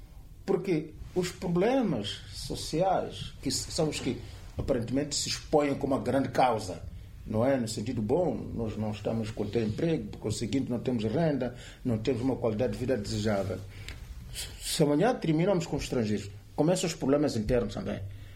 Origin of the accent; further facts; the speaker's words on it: Mozambique; naturalmente que eu, como moçambicano, esperava um bocadinho mais, não é?